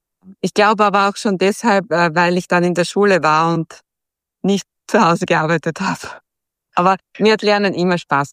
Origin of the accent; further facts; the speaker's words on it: Gross-Klein, Styria, Austria; Also ich bin in einem Dorf aufgewachsen am Land. Das hieß Groß-Klein.